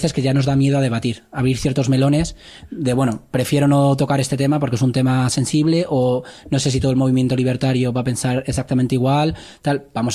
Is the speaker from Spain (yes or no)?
yes; Madrid, Community of Madrid, Spain; es que originalmente vine de Madrid.